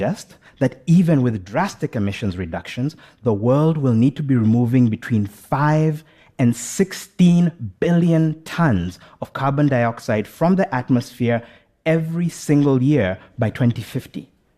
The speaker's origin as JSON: {"language": "English", "country": "Kenya", "said": "my home country, Kenya."}